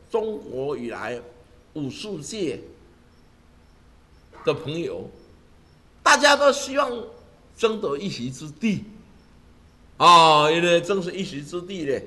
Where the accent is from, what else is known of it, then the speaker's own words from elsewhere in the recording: Taiwan; 希望用我们台湾人民大家这个爱心慈悲心的有宗教素养的心超度我们现在当下坛城上15615姓氏列祖列宗诸圣灵诸眷灵啊